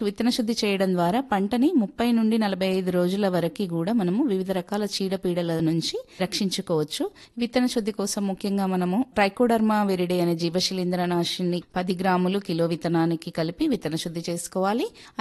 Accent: Telangana, India

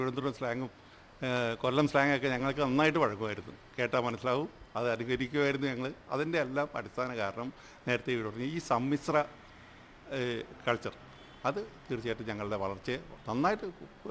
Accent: Eloor, Kerala, India; നിന്നും കോഴിക്കോട് നിന്നും ഒക്കെ വന്നിരിക്കുന്ന ആളുകൾ ധാരാളം ഉണ്ടായിരുന്ന ഒരു പ്രദേശമാണിത്.

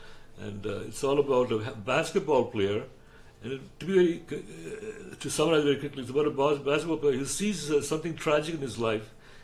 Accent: Hyderabad, Telangana, India; I went to this really rotten school in Vidyanagar neighborhood in Hyderabad, near Ramnagar Gundu.

